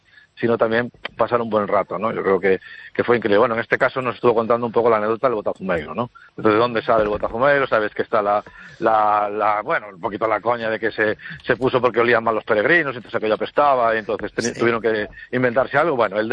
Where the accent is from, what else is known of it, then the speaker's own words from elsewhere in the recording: Galicia, Spain; joder, qué bonita es mi tierra, cuántas cosas tenemos, qué bonita es la historia